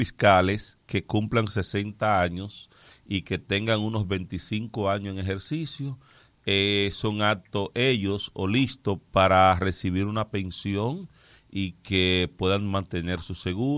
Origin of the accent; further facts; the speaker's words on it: Dominican Republic; como los dominicanos queremos